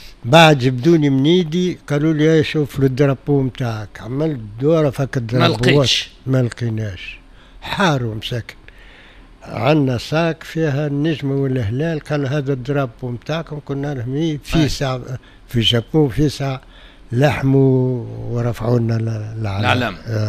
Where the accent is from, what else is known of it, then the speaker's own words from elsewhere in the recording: Tunisia; عندنا في تونس